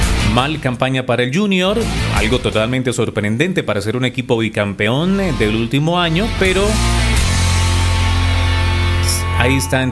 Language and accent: Spanish; Colombia